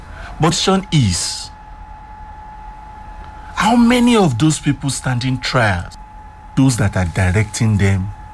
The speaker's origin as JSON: {"language": "English", "region": "Northern Nigeria", "country": "Nigeria", "said": "I'm speaking as a Nigerian. Who have seen a lot. I've lived my lives in the north, major part of my life, 3 decades in the north."}